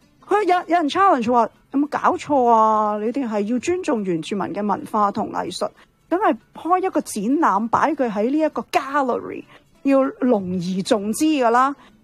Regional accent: Canada; 我哋其实自己之前细个，我喺呢度大嘅

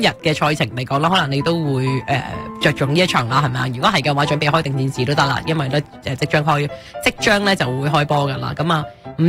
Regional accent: Hong Kong; moved away; 我哋嚟自香港嘅都会睇得多啲啦

